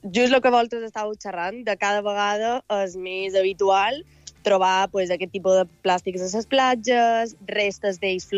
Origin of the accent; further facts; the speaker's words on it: Mallorca, Balearic Islands, Spain; soc de Mallorca